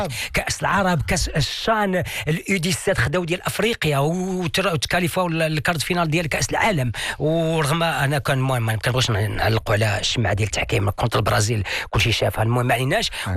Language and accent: Arabic; Morocco; كمغربي اعتز وافتخر